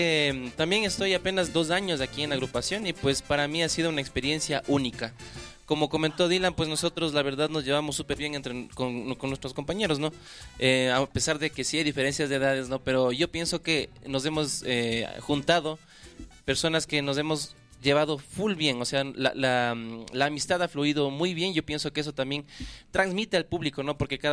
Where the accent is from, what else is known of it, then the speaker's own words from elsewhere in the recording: Quito, Pichincha, Ecuador; Sí, yo soy de aquí de Quito